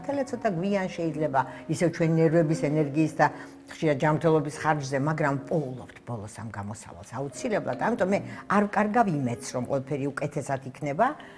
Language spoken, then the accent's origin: Georgian; Tbilisi, Georgia; მე ვარ მესამე თაობის თბილისელი, ჩემ ბებია-ბაბუა უკვე თბილისელები იყვნენ.